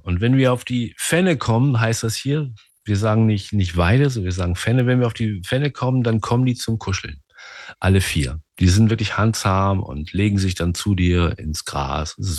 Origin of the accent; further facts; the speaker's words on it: Bückeburg, Lower Saxony, Germany; moved away as an adult; now in Pellworm, Germany; gebürtiger Bückeburger, Bückeburger im Schaumburger Wald. Wunderschönes Städtchen. Und das habe ich verlassen als im Alter von, weiß ich nicht, war 54.